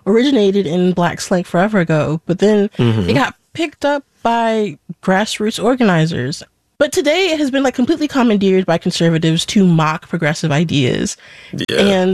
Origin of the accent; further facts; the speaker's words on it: the South, United States; I'm from the South. Leave me alone.